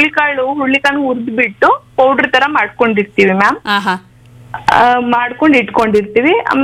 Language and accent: Kannada; Arsikere, Karnataka, India; now in Bengaluru, India; ನಾವು ಬ್ಯಾಂಗ್ಳೂರಲ್ಲೇ ಇರೋದು. ಅದ್ರ ನಮ್ದು ನೇಟಿವ್ ಹಾಸನ್, ಹಾಸನ್ ಡಿಸ್ಟ್ರಿಕ್ಟ್ ಮೇಡಮ್ದು.